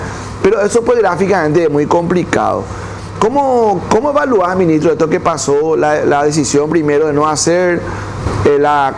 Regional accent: Paraguay; todavía somos paraguayos.

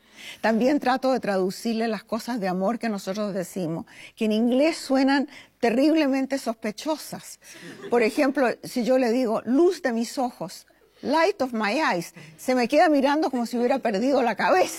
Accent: Chile; moved away as an adult; also born or lived in Venezuela; now in United States

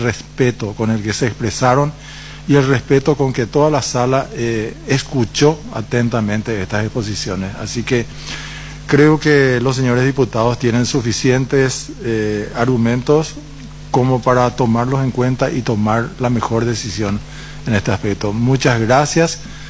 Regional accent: Paraguay; yo aprecio mucho como paraguayo eso

